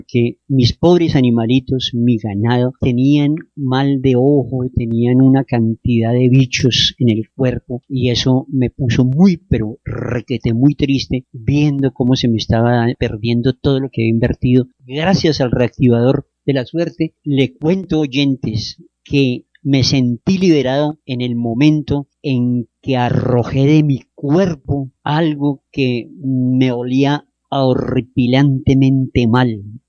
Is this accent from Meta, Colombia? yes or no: no; Antioquia, Colombia; Yo siempre he sido un ganadero de mucha fe, de mucha constancia, de mucha pujanza como paisa, como buen antioqueño que soy, y como buen antioqueño, un gran ganadero.